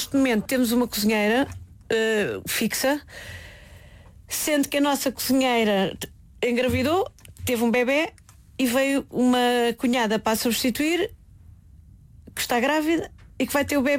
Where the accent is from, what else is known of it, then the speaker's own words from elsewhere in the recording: Caldas da Rainha, Leiria, Portugal; Cresci nas Caldas da Rainha, no Museu José Malhor.